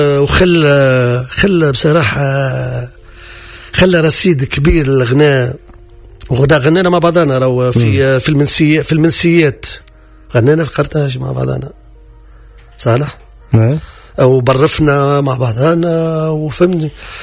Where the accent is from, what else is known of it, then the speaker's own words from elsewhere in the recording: Gafsa, Gafsa Governorate, Tunisia; نمشي لحومتنا الحارة وحومة الواد وقفصة كبيرة ونسلم على القفاصة في كل بلاصة